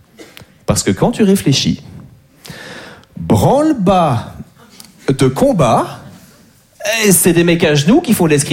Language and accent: French; Belgium; now in France